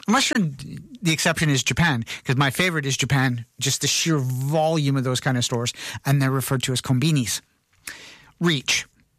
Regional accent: Canada; born or raised there; moved away

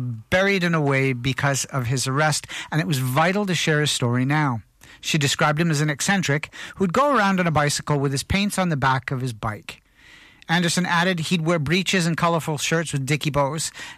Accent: Canada; moved away; growing up in Canada

